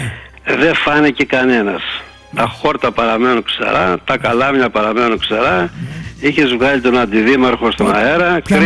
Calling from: Greece; Είμαι από τη Χιλιαδού

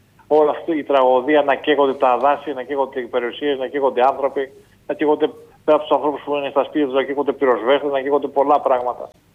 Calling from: Piraeus, Attica, Greece; από τον Πειραιά

